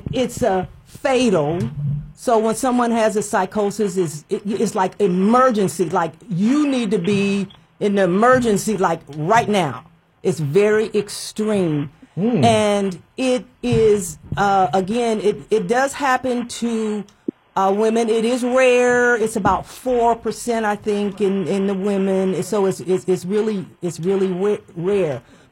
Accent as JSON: {"language": "English", "region": "Nebraska", "country": "United States", "moved": "yes", "said": "Hmm. I am a resident. Well, I am from Nebraska."}